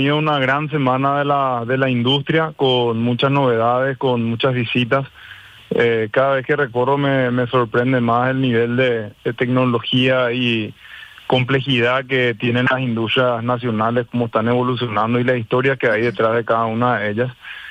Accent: Paraguay; nuestro país.

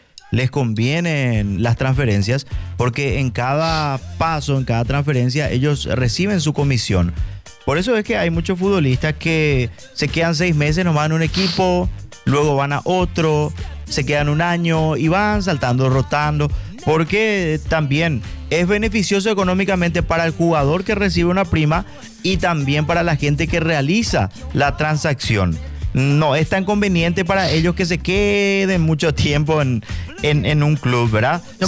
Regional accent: Paraguay; nos coticemos más como paraguayos.

